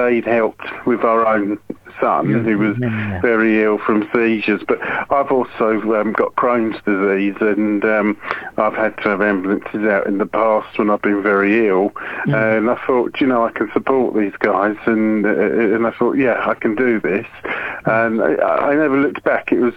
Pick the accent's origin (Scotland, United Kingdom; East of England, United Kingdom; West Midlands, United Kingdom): East of England, United Kingdom; Norwich; born or raised there; also born or lived in Worcester